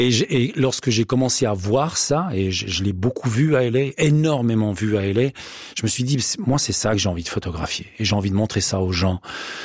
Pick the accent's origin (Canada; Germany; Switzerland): Switzerland; Renens, Vaud; c'est juste parce que j'ai grandi à Renaud apprenant en tant que fils d'immigré